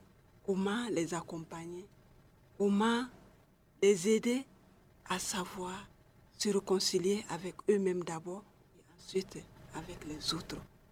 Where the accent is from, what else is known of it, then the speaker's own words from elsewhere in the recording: Côte d’Ivoire; Si chez nous en Côte d'Ivoire, partout ailleurs, notre monde est déchiré et nous avons cette mission d'aider les populations que nous rencontrons.